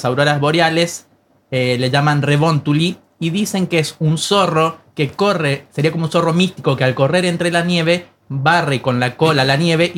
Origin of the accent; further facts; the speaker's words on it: Uspallata, Mendoza, Argentina; Obvio, yo soy de Uspallata, por eso también lo conozco.